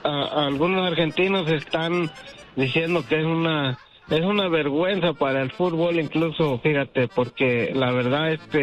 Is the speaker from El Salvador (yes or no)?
yes; El Salvador; now in United States; Mira, loco, yo soy salvadoreño, pero ya con 20 años aquí en los Estados Unidos, loco.